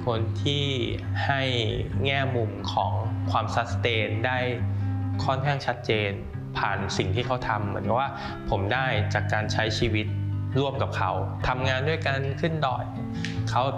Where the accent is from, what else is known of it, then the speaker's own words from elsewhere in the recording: Bangkok, Thailand; moved away as an adult; now in Chiang Mai, Thailand; เป็นคนที่เกิดและเติบโตที่กรุงเทพหนีน้ำท่วมปี54มาอยู่ที่นี่3สัปดาห์แล้วก็กลับไป